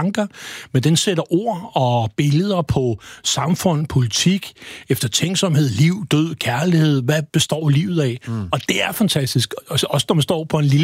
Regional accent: Copenhagen, Capital Region of Denmark, Denmark; jeg er jo, som man måske ikke hører på mig, jeg er fra hovedstaden, jeg er fra København

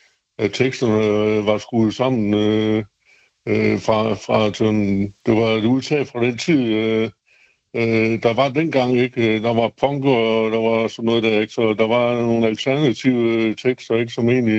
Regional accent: Aarhus, Central Denmark Region, Denmark; Jamen, fordi at jeg er fra Aarhus, og hvad det var noget af det musik, jeg lyttede til.

